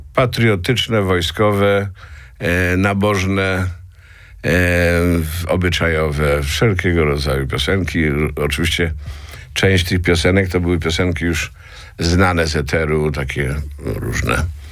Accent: Gliwice, Silesian Voivodeship, Poland; also born or lived in Żory; ja jestem moim rodzinnym miastem jest miasto Gliwice.

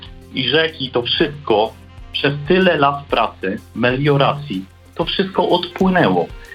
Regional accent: Tomaszów Mazowiecki, Łódź Voivodeship, Poland; moved away as an adult; also born or lived in London; z Tomaszowa Mazowieckiego nad przepiękną rzeką Wilicą. To jest największy lewy dopływ Wisły w Polsce.

